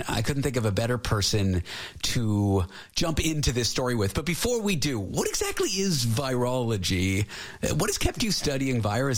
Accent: Canada; I'm from Canada

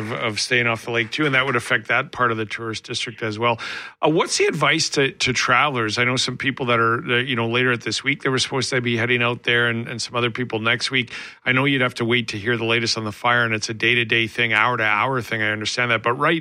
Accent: Alberta, Canada; now in Manitoba, Canada; I'm from Southern Alberta, went out there for vacation with my parents growing up.

